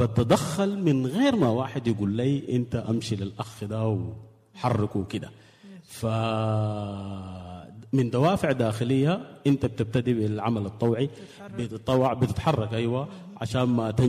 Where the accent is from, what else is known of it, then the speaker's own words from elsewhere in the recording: Sudan; عندنا في السودان